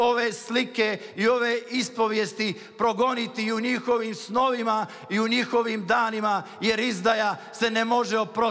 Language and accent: Serbian; Montenegro; Mi kao Srbi iz Crne Gore ne možemo da se pomirimo sa ovim veleizdajama koje počinjavaju razne vlade u 21. vijeku.